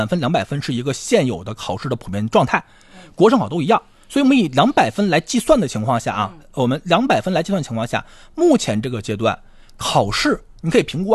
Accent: Northeast China, China; 我也是东北人啊

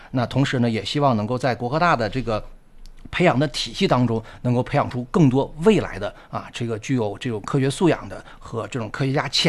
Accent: Heilongjiang, China; moved away; 这个我也是黑龙江人，我也是今天早上刚刚飞到这个哈尔滨来

